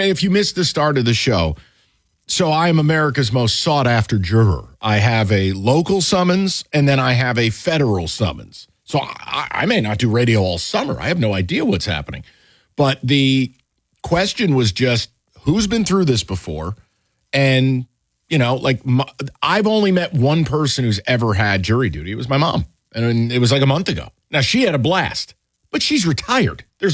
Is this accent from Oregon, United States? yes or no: no; New York, United States; Well, I'm from New York State.